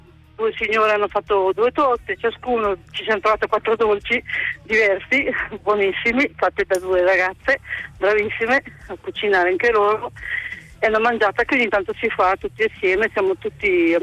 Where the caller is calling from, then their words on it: Valstrona, Piedmont, Italy; Da sopra in Vallestrona, da sopra il lago d'Orta